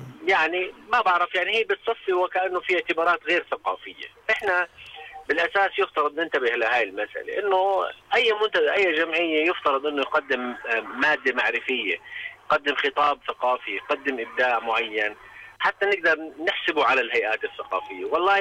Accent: Jordan; احنا في عندنا بالأردن

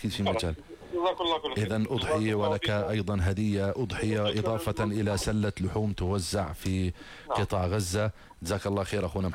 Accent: Jordan; عندنا في الأردن

